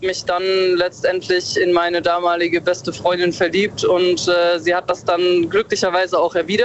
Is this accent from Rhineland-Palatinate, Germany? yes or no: yes; Bad Kreuznach, Rhineland-Palatinate, Germany; Ich komme ursprünglich aus der Ecke Bad Kreuznach.